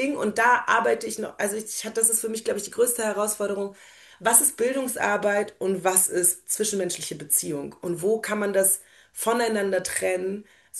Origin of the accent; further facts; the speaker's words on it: Berlin, Germany; moved away as an adult; now in Leipzig, Germany; ich komme aus Berlin. Brandenburg ist um uns herum.